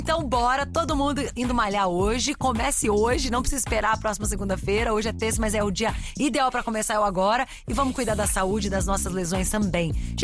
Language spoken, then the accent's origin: Portuguese; Minas Gerais, Brazil; Hoje, como diz em Minas Gerais, que eu sou mineira, eu ia dar nó na academia.